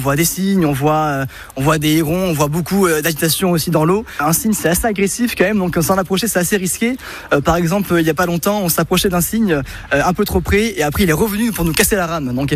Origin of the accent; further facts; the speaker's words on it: Castillon-la-Bataille, Nouvelle-Aquitaine, France; j'ai 21 ans, je suis de Castillon-la-Bataille.